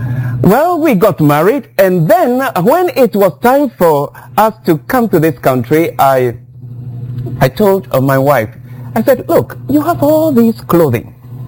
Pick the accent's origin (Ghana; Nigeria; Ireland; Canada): Ghana; now in United States; I'm from Ghana.